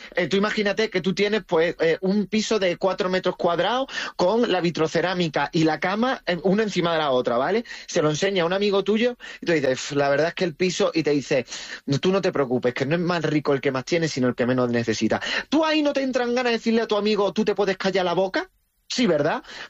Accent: Rincón de la Victoria, Andalusia, Spain; no solo cuando me bajo a mi pueblo, Rincón de la Victoria, Málaga, el mejor pueblo del mundo

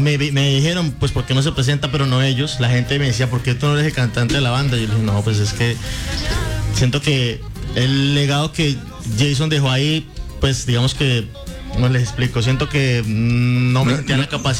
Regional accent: Villavicencio, Meta, Colombia; moved away as an adult; also born or lived in Medellín; now in Bogotá, Colombia; Yo soy llanero, claro, 100%

